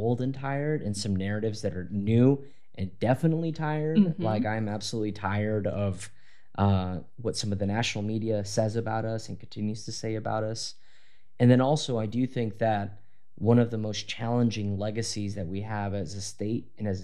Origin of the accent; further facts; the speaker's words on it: Forest Grove, Oregon, United States; also born or lived in Cornelius; a young Mexican American kid growing up in Cornelius and Forest Grove area.